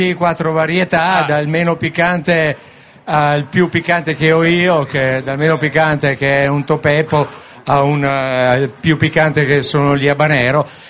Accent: Mori, Trentino-Alto Adige, Italy; vengo da Mori, vicino a Rovereto

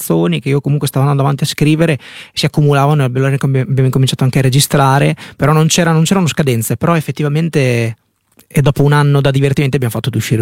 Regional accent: Cesena, Emilia-Romagna, Italy; però vengo

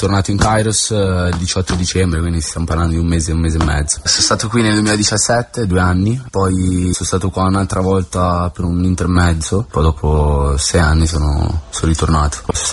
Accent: Milan, Lombardy, Italy; also born or lived in Naples; Sono stato arrestato che avevo 15 anni, sono uscito ora che ne ho 22, quindi è abbastanza lunga come esperienza. Sono nato qua a Milano, sono cresciuto a Milano, poi ho avuto per un periodo della mia vita, un periodo giù a Napoli, facevo su e giù.

